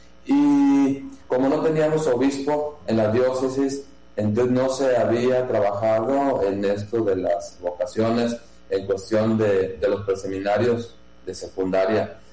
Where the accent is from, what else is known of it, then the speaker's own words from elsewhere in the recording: Jalisco, Mexico; now in Campeche, Mexico; Yo soy de Jalisco y mi diócesis es San Juan de los Lagos, de donde vengo.